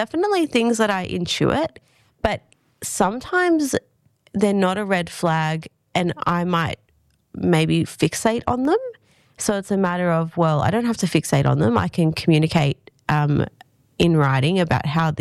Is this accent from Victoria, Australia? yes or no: no; Sydney, New South Wales, Australia; now in Goulburn, Australia; I came from Sydney originally.